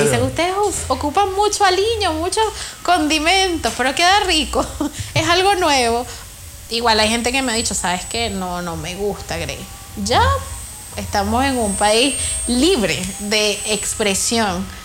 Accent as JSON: {"language": "Spanish", "country": "Venezuela", "accent": "Venezuelan", "moved": "yes", "lives_now": "Chile", "said": "soy venezolana."}